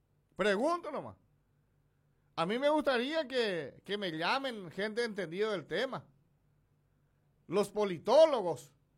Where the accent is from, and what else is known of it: Paraguay